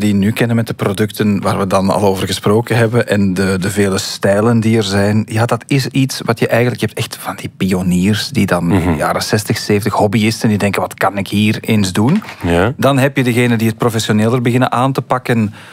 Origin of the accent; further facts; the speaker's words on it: Belgium; Nu, we drinken dat op een week op, als Belgen.